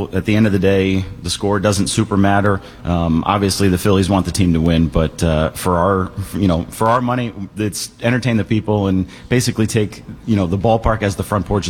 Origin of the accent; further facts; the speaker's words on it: Scranton, Pennsylvania, United States; now in Jersey Shore, United States; the Yankee affiliate actually took over in my hometown of Scranton, and I was there for 10 years before moving down here to the Jersey Shore.